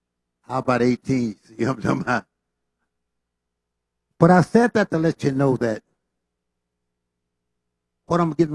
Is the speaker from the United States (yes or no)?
yes; Haynesville, Louisiana, United States; moved away; also born or lived in Pine Bluff, Arkansas; I was born in a little place called Homer, Haynesville, Louisiana. I left my hometown in 1947. Went to Pine Bluff, Arkansas with my father, who was a preacher and a pastor of a church.